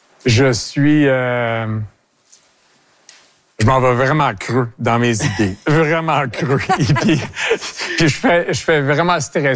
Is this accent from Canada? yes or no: yes; Quebec, Canada; je suis fier québécois. Je suis, mais j'ai été né ici. Mes parents ont été nés ici. Mes grands-parents ont été nés ici. J'ai été éduqué en français.